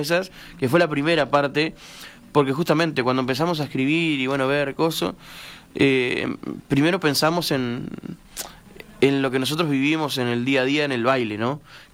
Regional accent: Mendoza, Florida, Uruguay; soy de Mendoza

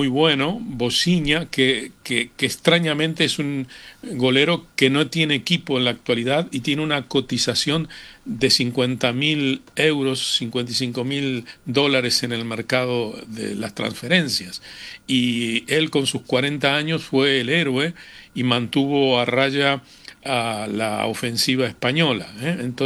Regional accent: Uruguay; Lo que nosotros como uruguayos sentimos, ese estado de ánimo, esas ganas, esa ilusión de conseguir algo

